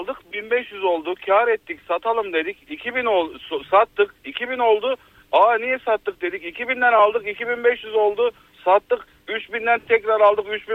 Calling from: Antalya, Turkey; Antalya'dan.

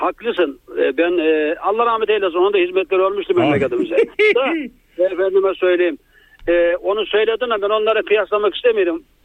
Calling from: Trabzon, Turkey; ben Trabzon'dan arıyorum.

